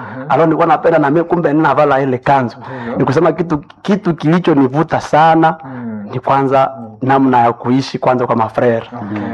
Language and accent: Swahili; Kasindi, North Kivu, DR Congo; born there; Na nilikuwa na temwanyaji fulani sababu mie kwenye nilizaliwa iko Kasindi.